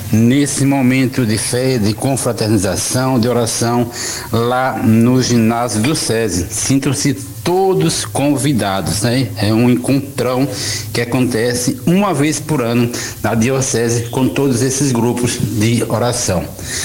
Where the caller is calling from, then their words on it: Penedo, Alagoas, Brazil